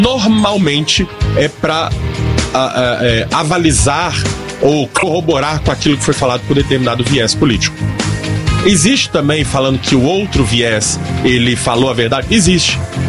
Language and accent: Portuguese; Brazil; eu sou brasileiro